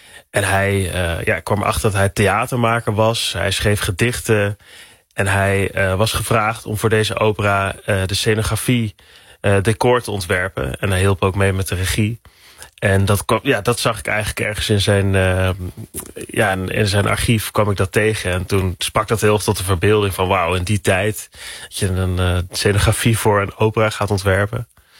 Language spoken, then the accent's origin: Dutch; North Brabant, Netherlands; mijn Brabantse dorp waar ik opgroeide.